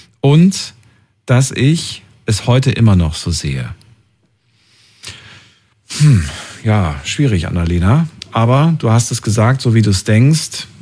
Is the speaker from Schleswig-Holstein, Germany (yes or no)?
no; Freiburg, Baden-Württemberg, Germany; ich komme aus Freiburg.